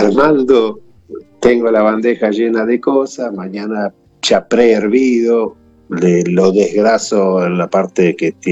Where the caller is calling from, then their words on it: Ezeiza, Buenos Aires Province, Argentina; yo soy acá de Ezeiza